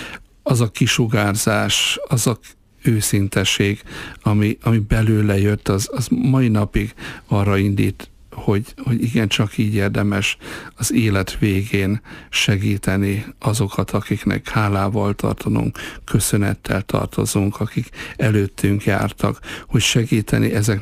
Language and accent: Hungarian; Miskolc, Borsod-Abaúj-Zemplén, Hungary; én miskolci születésű vagyok, én itt nőttem, itt jártam általános iskolába, középiskolába, 13 éves korom óta zenélek.